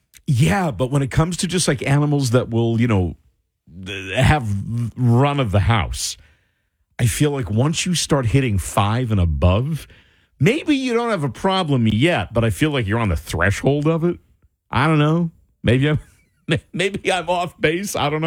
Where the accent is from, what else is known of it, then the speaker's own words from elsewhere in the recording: Rahway, New Jersey, United States; I know it well. I grew up in Rahway.